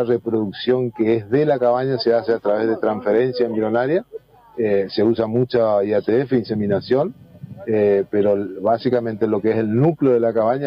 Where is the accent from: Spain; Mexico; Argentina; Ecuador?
Argentina; Bella Vista, Corrientes; Yo soy de Bellavista y soy miembro de la sociedad rural